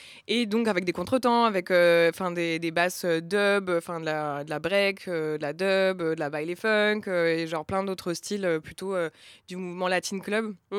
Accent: Brittany, France; Je ne sais pas si on se situe aussi sociologiquement parlant, mais je viens d'un milieu populaire. Je viens de Bretagne à la base.

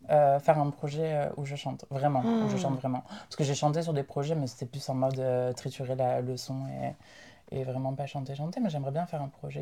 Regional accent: Carcassonne, Occitanie, France; moved away as an adult; also born or lived in Perpignan; je viens de Carcassonne.

